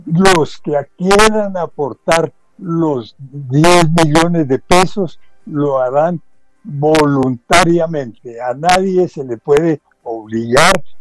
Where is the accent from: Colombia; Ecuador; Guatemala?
Colombia; que elijamos los colombianos